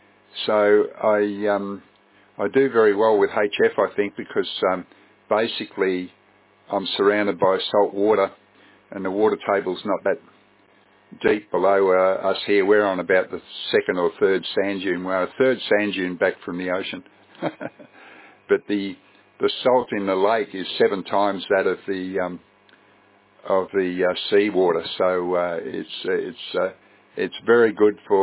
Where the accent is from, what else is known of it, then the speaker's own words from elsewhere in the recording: Melbourne, Victoria, Australia; moved away as an adult; We're from Melbourne, which is a big city. And I was in awe of everything when we first moved here 25 years ago, but I think I've got used to it, Kevin.